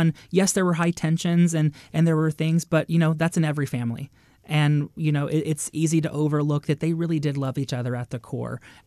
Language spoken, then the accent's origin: English; Lexington, United States; The support. There's really no support like this community here, especially in the theater industry.